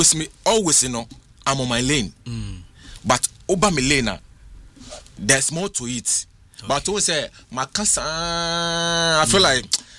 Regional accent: Ghana; Me say yes, I'm a Ghanaian, proudly one.

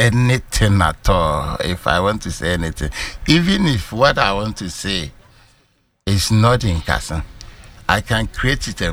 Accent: Mampong, Ashanti, Ghana; also born or lived in Agona Swedru, Central Region; I grew up in Asante region, Asante Mampong.

